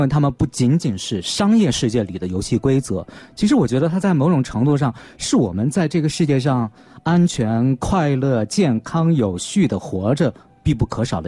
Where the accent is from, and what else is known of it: China